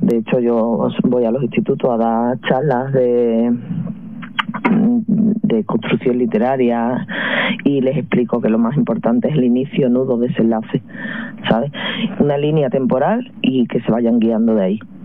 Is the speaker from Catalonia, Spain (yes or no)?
no; Cádiz, Andalusia, Spain; pese a que soy de Cádiz